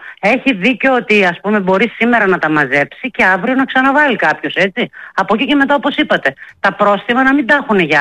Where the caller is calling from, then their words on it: Nea Poteidaia, Central Macedonia, Greece; εμείς είμαστε από την Ποτίδα, ένα συνοικισμό έξω από την Ποτίδα.